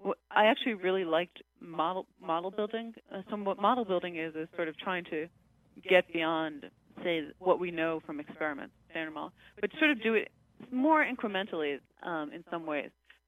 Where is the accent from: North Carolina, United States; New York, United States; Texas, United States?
New York, United States; Queens; I grew up in Queens, in New York.